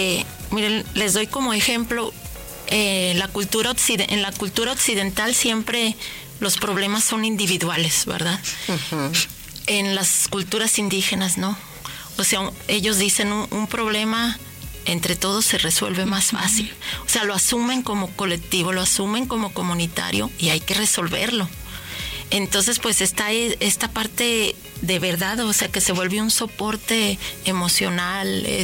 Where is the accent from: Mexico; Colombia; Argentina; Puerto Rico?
Mexico